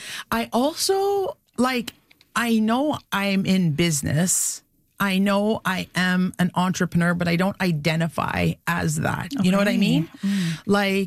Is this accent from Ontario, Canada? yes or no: no; Kitigan Zibi, Quebec, Canada; I'm from Kitigan-Zibi Anishinaabeg.